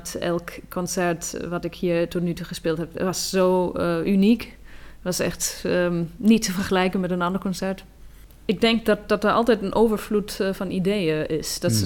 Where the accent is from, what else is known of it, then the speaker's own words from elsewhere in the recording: Germany; Dutch is a second language; moved away as an adult; now in Netherlands; Ik ben opgegroeid in Duitsland, maar ik heb echt een verbinding met Ierland.